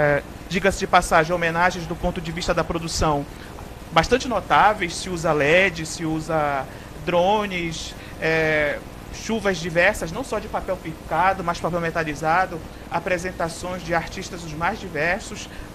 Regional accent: Pará, Brazil; born there; Eu nasci no Pará

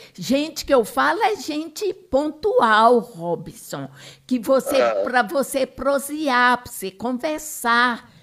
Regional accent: Itamarandiba, Minas Gerais, Brazil; born there; eu nasci de corpo em Itamarandiba, mas a alma nasceu, foi aí.

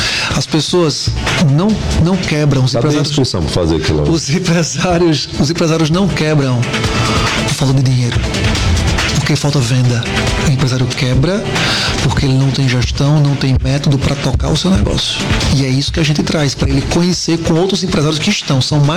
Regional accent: Paraíba, Brazil; E eu fiz em São Paulo e trouxe para Paraíba por ser paraibano.

